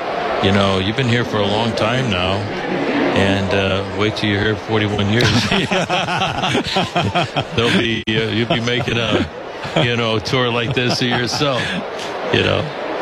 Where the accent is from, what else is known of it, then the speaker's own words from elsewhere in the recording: Chicago, Illinois, United States; Yeah, he was my hero growing up in Chicago, as I mentioned a million times.